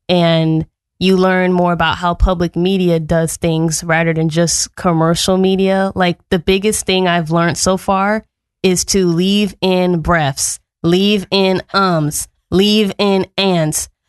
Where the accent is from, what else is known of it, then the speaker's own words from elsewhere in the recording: Detroit, Michigan, United States; moved away as an adult; now in Muncie, Indiana, United States; I'm from Detroit, Michigan. It's about 5 hours from here.